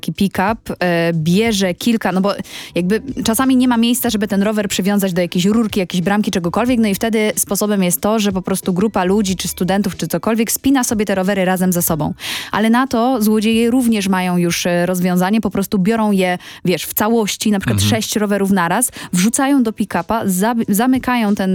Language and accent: Polish; Skawina, Lesser Poland, Poland; also born or lived in Kraków; Moim miastem jest Skawina, moja miejscowość, z której pochodzę, w której się urodziłam się tak naprawdę w Krakowie, ale to jest bardzo, bardzo bliziutko